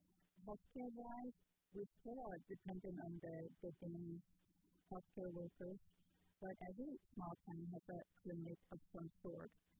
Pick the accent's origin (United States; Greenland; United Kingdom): Greenland